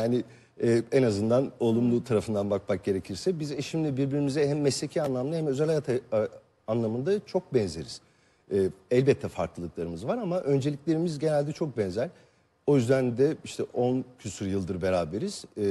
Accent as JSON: {"language": "Turkish", "region": "Istanbul", "country": "Turkey", "tie": "born or raised there", "said": "Ben doğup büyüdüğüm yerde oturuyorum hala. Kadıköy'deyim, Kadıköylüyüm."}